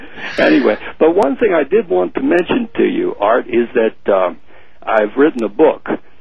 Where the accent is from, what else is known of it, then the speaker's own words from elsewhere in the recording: Westminster, Maryland, United States; moved away as an adult; now in Fukuoka, Japan; my hometown in Westminster, Maryland, North Central Maryland